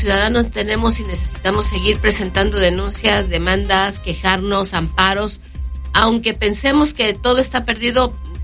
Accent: Mexico; así somos los mexicanos

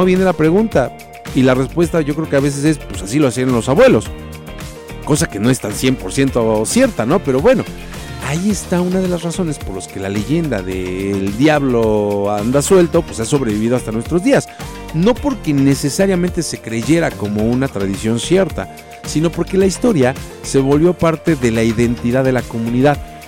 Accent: Mexico

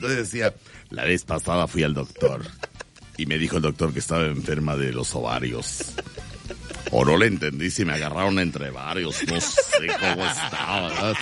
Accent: Veracruz, Mexico; Le digo, no, de Veracruz.

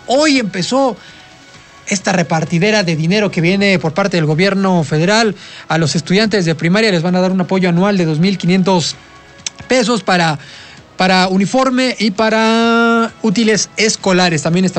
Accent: Mexico; yo como mexicano

